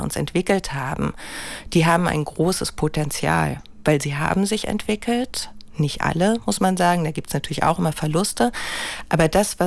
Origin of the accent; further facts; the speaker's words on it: Berlin, Germany; als Berlinerin kommt man ja eh nicht dran vorbei.